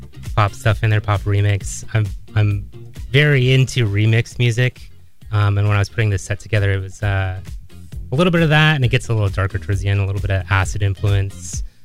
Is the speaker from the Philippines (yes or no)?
yes; Philippines; And a Tagalog class because I'm Filipino.